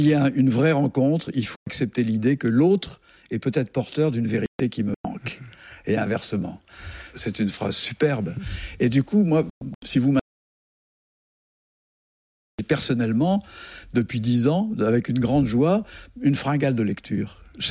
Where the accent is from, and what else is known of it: Algeria; born there